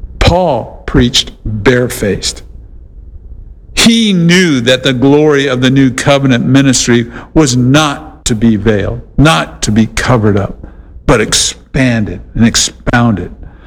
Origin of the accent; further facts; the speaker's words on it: Norwalk, California, United States; born there; back in our house in Norwalk all those years ago.